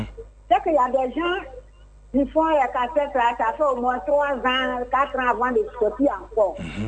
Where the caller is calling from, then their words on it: Abidjan, Côte d’Ivoire; je suis à Trècheville.